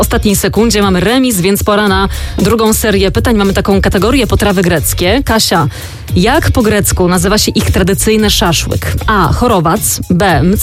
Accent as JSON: {"language": "Polish", "town": "Kraków", "region": "Lesser Poland", "country": "Poland", "said": "Pozdrowienia z Nowej Huty, bo ja też z Krakowa."}